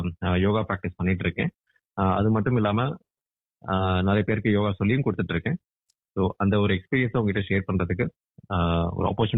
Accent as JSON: {"language": "Tamil", "country": "India", "tie": "born or raised there", "moved": "yes", "lives_now": "Australia", "said": "நான் இந்தியாவில் தான் பிறந்து வளர்ந்தேன்."}